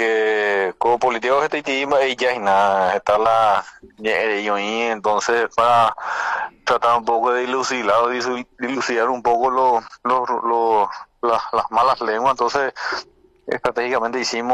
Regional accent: Carapeguá, Paraguarí, Paraguay

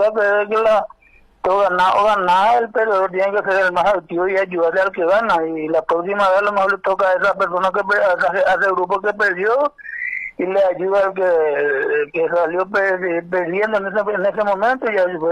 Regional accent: Paraguay; Yo tengo una diferencia, está siendo paraguayo, ya sea en este caso nosotros los paraguayos, me hacen una diferencia.

